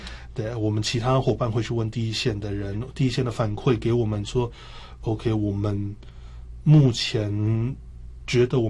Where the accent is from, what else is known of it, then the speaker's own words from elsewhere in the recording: Taiwan; 要不然的话，我们台湾人尤其公庙，